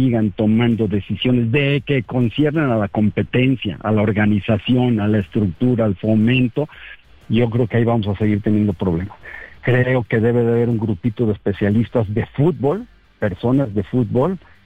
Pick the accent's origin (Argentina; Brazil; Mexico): Mexico